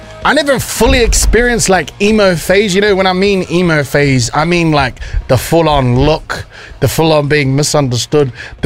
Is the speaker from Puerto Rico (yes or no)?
no; Auckland, New Zealand; growing up, I went to Western Springs College here in Tāmaki Makaurau.